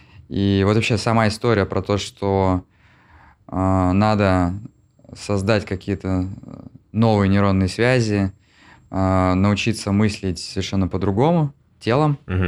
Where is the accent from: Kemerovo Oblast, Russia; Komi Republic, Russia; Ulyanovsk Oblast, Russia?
Komi Republic, Russia; Syktyvkar; Я вырос в Сыктывкаре.